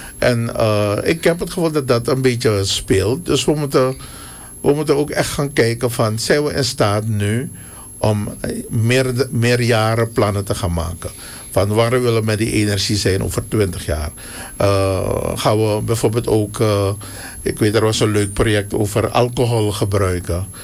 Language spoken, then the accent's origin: Dutch; Suriname; En daar zitten we allemaal als Surinamers in.